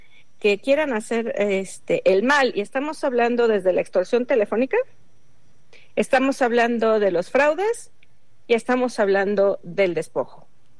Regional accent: Mexico

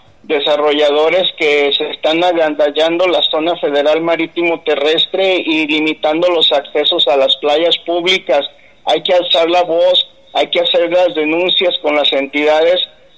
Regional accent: Punta de Mita, Nayarit, Mexico

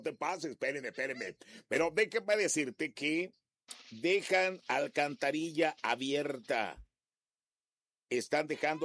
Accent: Bahía de Banderas, Nayarit, Mexico; como dijeran allá en mi pueblo, no la pelaban. No la pelaban por ahí en el seguro, en la 33. Allá en Bahía Banderas, que no la pelaban

